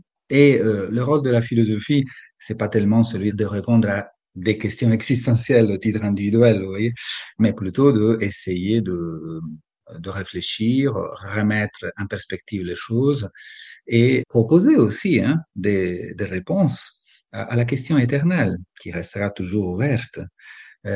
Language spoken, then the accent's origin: French; Italy; now in Toulouse, France; je suis italien